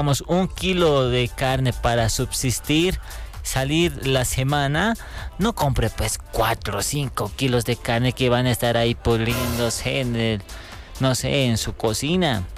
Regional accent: Bolivia; Somos bolivianos, somos seres humanos

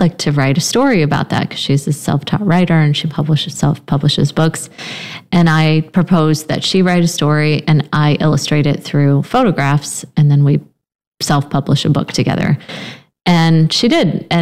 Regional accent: Houston, Texas, United States; moved away as an adult; also born or lived in New Orleans / New York; now in Charleston, United States; I'm from Houston, Texas, born and raised, and then I studied in New Orleans. I lived in New York for 10 years in New Haven.

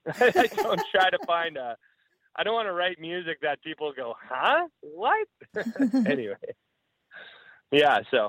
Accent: Delisle, Saskatchewan, Canada; I grew up in Delisle, Saskatchewan

